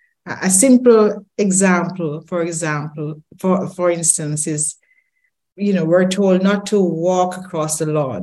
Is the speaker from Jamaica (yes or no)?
yes; Saint Mary, Jamaica; also born or lived in Highgate, Jamaica / Kingston, Jamaica; I grew up in the country. My first 10 years is in a small district called Dressiki in St. Mary. And then I passed what was then the common entrance to go to Marymount in Highgate, which was like a town compared to my little village.